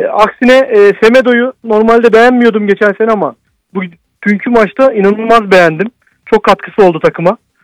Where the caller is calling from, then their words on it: Antalya, Turkey; ben, Antalya'dan